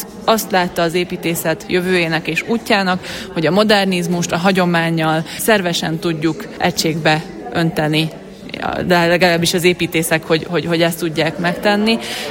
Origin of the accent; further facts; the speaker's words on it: Šamorín, Trnava Region, Slovakia; Én somorjai vagyok, Pozsony mellől